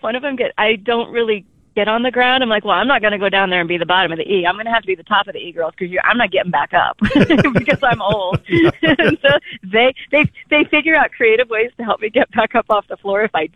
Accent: Iowa, United States; also born or lived in Denver; now in Montana, United States; I'm from the Midwest. I grew up in Iowa. No comment to Mr. Nebraska. And then I lived in Denver for 36 years

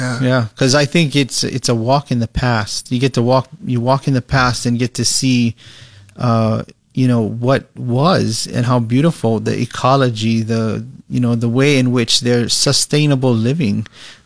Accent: Hawaii, United States

